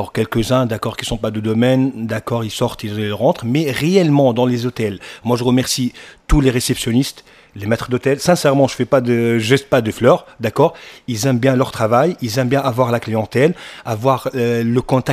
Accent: Tunisia; Moi, quand je suis en Tunisie, je suis tunisien, oui, je dis le mot Tunisie, il est déjà fort.

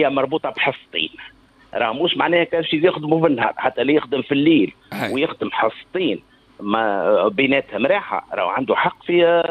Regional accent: Tunisia; احنا عندنا في تونس

